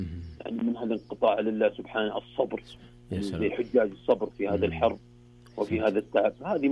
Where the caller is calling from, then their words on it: Abha, Asir, Saudi Arabia